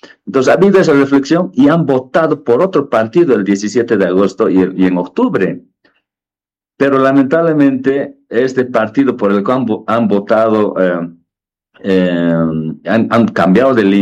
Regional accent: Bolivia; no son bolivianos, también son bolivianos, todos somos bolivianos

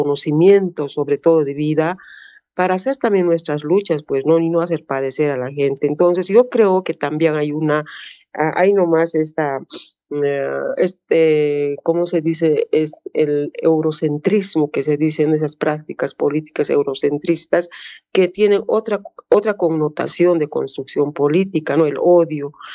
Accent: Oruro, Bolivia; now in Cochabamba, Bolivia; Yo vengo del sur de Oruro, pero radico en Cochabamba bastante tiempo, ¿no?

